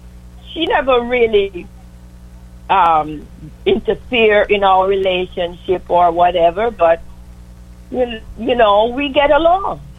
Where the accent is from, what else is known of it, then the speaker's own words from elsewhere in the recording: London, United Kingdom; also born or lived in Jamaica; now in Mount Vernon, United States; I was born in Jamaica, but I grew up in London as a kid.